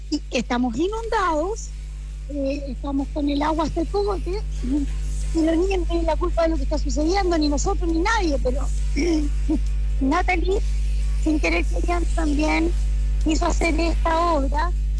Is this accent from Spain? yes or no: no; Calama, Antofagasta, Chile; now in Angol, Chile; tú sabes que yo soy de Calama, llegué hace 8 años aquí a Angol, soy angolina, pero me fui muy chiquitita de acá, entonces no tengo tanto apego